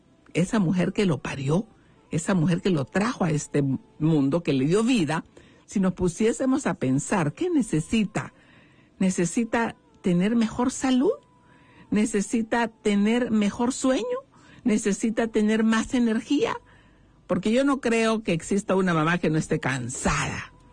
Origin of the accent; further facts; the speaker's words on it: Honduras; nuestra amada Honduras